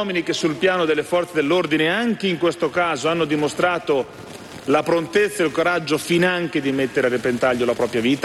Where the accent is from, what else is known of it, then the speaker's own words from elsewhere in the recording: Emilia-Romagna, Italy; lo dico da emiliano che ha attraversato il terremoto dell'Emilia